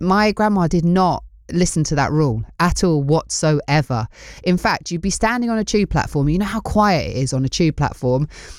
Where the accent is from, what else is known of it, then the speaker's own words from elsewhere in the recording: Essex, East of England, United Kingdom; I grew up in Essex.